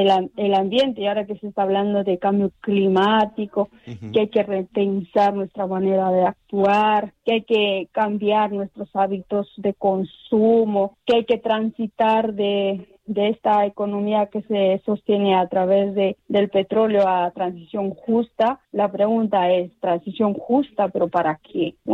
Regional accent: Madre de Dios, Peru; Y así te puedo hablar del Madre de Dios, que es mi realidad. Yo soy peruana, en Madre de Dios.

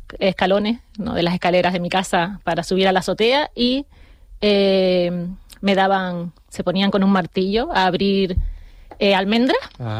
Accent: Buenavista del Norte, Canary Islands, Spain; born there; also born or lived in Teno Alto; Nací en Buenavista del Norte, concretamente en El Palmar. Y también he estado muy vinculado a Teno Alto. Y son dos zonas rurales en las que hay mucho léxico distintivo de Canarias, muchos cantares, romances.

